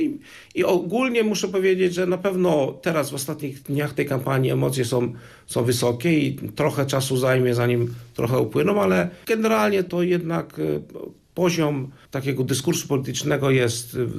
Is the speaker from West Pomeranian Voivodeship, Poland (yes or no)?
yes; Świnoujście, West Pomeranian Voivodeship, Poland; now in Reykjavik, Iceland; też wyjście z Świnoujścia, żeby przypominać sobie jednak skąd jestem.